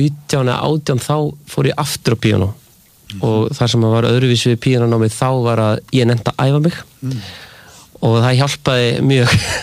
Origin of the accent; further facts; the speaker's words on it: Grenjaðarstaðir, Northeastern Region, Iceland; also born or lived in Skálholt / Reykholt, Biskupstungur / Germany / Reykjavík; ég flutti náttúrulega bara frekar mikið sem barn og því að ég hann elst upp á Grenjaðarstaðum svo er ég í Skálholti í Reykholtsskóla í Biskupstungum og svo er ég í Þýskalandi svo er ég aftur í Reykholtsskóla í Biskupstungum svo er Reykjavík